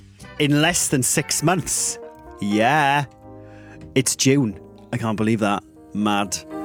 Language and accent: English; Ammanford, Wales, United Kingdom; I'm from Ammanford.